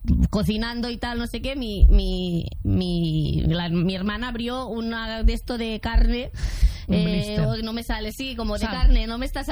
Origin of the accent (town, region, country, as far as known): Catalonia, Spain